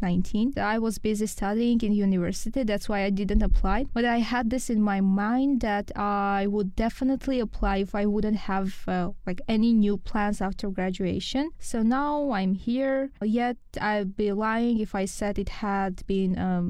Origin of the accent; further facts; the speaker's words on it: Armenia; moved away as an adult; now in Lithuania; I'm from Armenia. I came here for a volunteering project. I will be here for a year